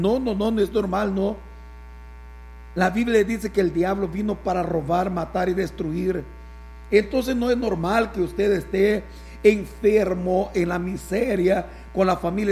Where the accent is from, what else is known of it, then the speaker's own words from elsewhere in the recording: El Salvador; como decimos, así como buen salvadoreño